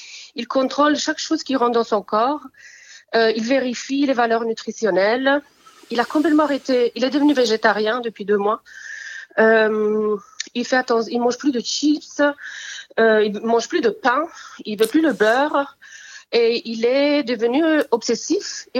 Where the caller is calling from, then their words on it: Marseille, Provence-Alpes-Côte d'Azur, France; j'appelle de Marseille. Donc, je suis maman de deux jumeaux, un garçon et une fille.